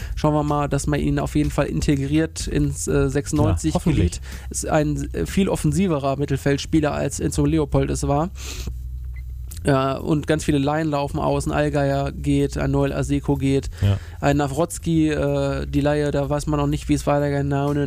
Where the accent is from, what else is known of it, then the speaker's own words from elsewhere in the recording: Hanover, Lower Saxony, Germany; Tatsächlich als Hannoveraner tut es auch umso mehr weh, dass man ausgerechnet von Elversberg und Paderborn dann überflügelt worden ist.